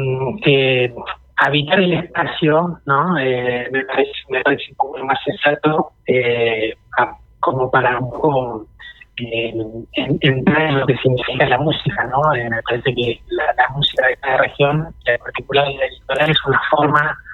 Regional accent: Argentina; also born or lived in Paso de los Libres; yo soy de Buenos Aires

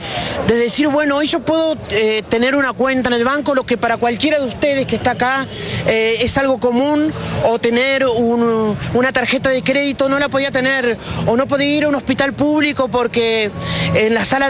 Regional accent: Argentina; Soy argentina sobre todas las cosas.

